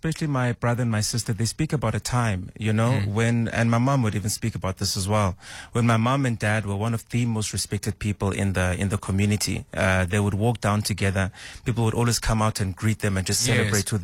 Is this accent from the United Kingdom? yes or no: no; Eastern Cape, South Africa; because we're from the Eastern Cape, so if you look at a lot of Xhosa songs, right, traditional songs, you get songs for everything.